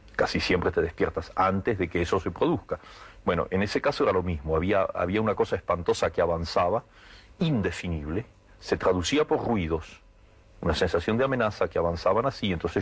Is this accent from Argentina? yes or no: yes; Argentina; mi reacción como argentino